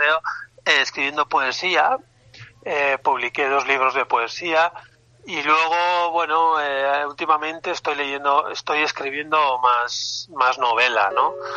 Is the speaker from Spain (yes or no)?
yes; Spain; first language eu; Spanish is a second language; mi lengua materna es el euskera, mi familia se habla euskera